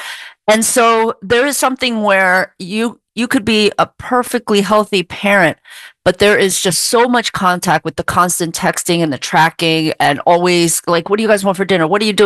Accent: Philadelphia, Pennsylvania, United States; I was a latchkey kid since I was 8 years old. Like I grew up in Philly, you know, and things like that.

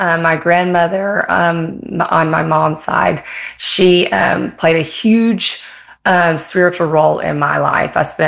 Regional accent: Bible Belt, United States; I grew up in the Bible Belt in church.

